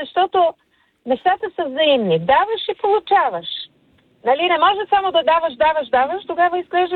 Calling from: Sofia, Sofia City, Bulgaria; от София.

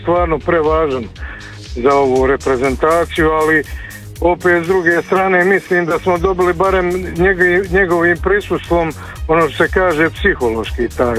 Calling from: Mostar, Federation of Bosnia and Herzegovina, Bosnia & Herzegovina; kod nas u Mostaru

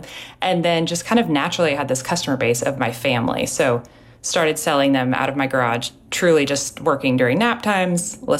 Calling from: Nashville, Tennessee, United States; I'm calling from Nashville, Tennessee.

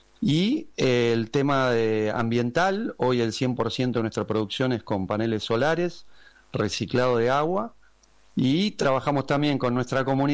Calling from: Buenos Aires Province, Argentina; desde, como bien decías, un pueblo acá muy chiquito del interior de la provincia de Buenos Aires.

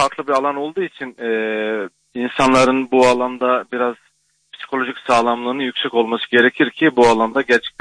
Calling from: Kayseri, Turkey; Kayseri'den arıyorum

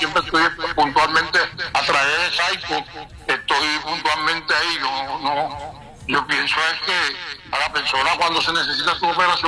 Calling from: Cartagena, Bolívar, Colombia; Yo soy un hijo de Cartagena, he servido mucho por esta ciudad.

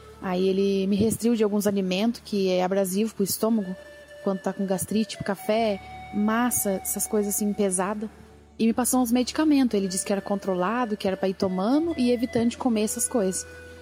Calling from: Camanducaia, Minas Gerais, Brazil; Sou aqui de Minas Gerais, de Camanducaia, e eu congrego na Igreja dos Amor aqui de Camanducaia.

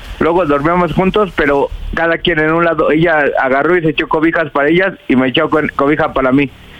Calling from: Mexico City, Mexico; tengo 43 años y soy de la Ciudad de México, alcaldía Miguel Hidalgo.

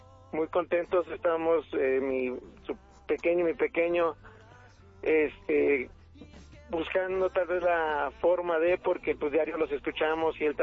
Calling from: Mexico City, Mexico; No, yo soy aquí de la Ciudad de México y radico en la Gustavo Madero.

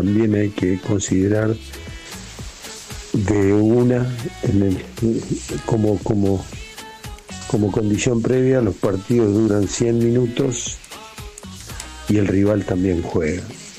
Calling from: Milan, Lombardy, Italy; de Milano.

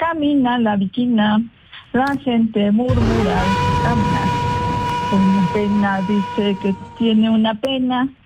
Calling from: Mexico City, Mexico; Aquí estoy en mi casa, aquí en Tlatelolco

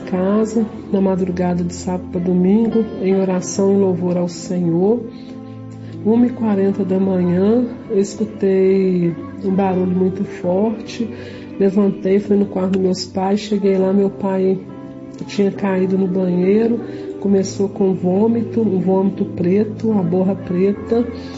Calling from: Congonhas, Minas Gerais, Brazil; eu falo de Congonhas, Minas Gerais.

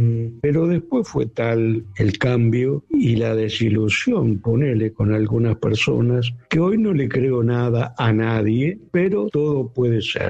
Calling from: Santa Fe, Argentina; de Santa Fe.

